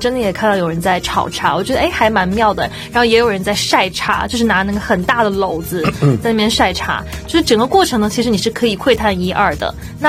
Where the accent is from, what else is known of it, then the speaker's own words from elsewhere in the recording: Vancouver, British Columbia, Canada; 但是对于我们温哥华人来说，